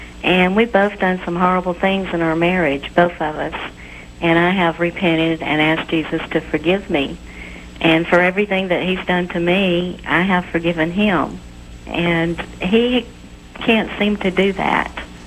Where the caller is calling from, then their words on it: Birmingham, Alabama, United States; I'm from Birmingham, right here next door.